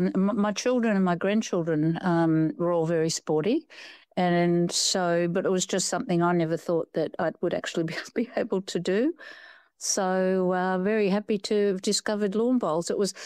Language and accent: English; Papua New Guinea; But I went to boarding school. I grew up in New Guinea. I was born and brought up in New Guinea.